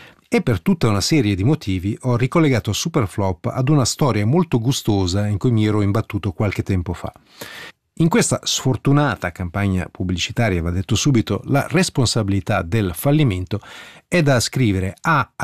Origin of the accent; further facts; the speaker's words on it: Italian-speaking Switzerland, Switzerland; molti di noi che vivendo e crescendo nella Svizzera italiana degli anni 60-70